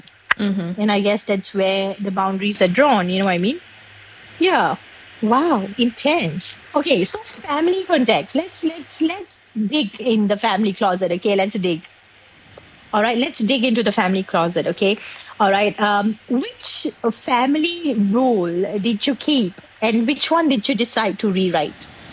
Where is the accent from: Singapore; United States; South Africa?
Singapore; born or raised there